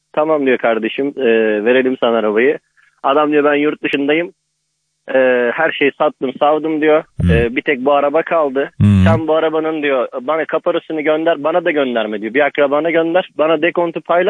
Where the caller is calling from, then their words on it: İzmir, Turkey; İzmir'den arıyorum.